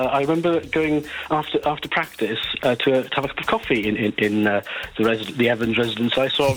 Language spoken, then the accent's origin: English; Ammanford, Wales, United Kingdom; now in London, United Kingdom; I grew up in Ammanford